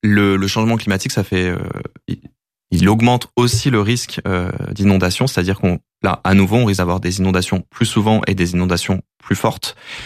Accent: the Alps, France; Je viens des Alpes. J'ai vu la mer de glace fondre quasiment à vue d'œil, hein, par rapport à mon enfance.

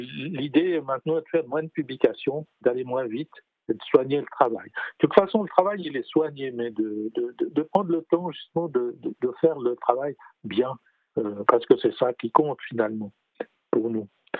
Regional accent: Switzerland; on est suisse

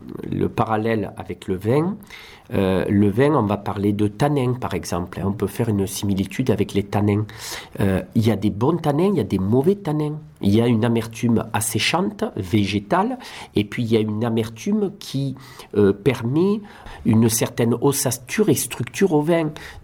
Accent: Provence-Alpes-Côte d'Azur, France; moved away; Alors, moi je suis originaire de Camargue.

